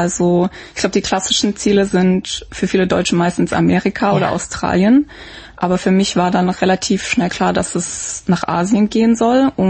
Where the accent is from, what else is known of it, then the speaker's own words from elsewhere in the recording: Baden-Württemberg, Germany; moved away as an adult; now in South Korea; Ich komme aus Deutschland und ich habe dieses Jahr mein Bachelorstudium in Korea angefangen.